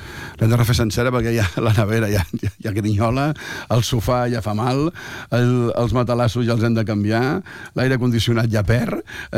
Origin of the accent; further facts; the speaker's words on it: Barcelona, Catalonia, Spain; els meus amics, perquè sóc de Barcelona